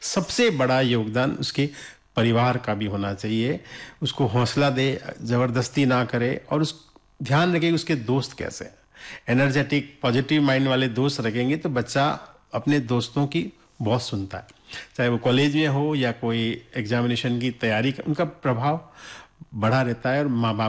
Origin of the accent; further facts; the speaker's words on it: Jodhpur, Rajasthan, India; born there; मेरा जन्म भी जोधपुर में हुआ